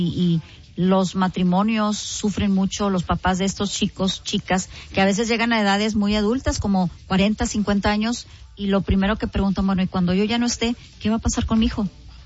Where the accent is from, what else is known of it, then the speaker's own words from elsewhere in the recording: Monterrey, Nuevo León, Mexico; soy regia y quiero... Regios para regios, soy de Monterrey